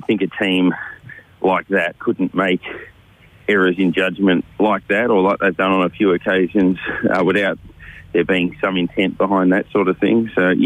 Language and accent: English; Gippsland, Victoria, Australia; also born or lived in Ballarat; I'm from Gippsland and spent time in Ballarat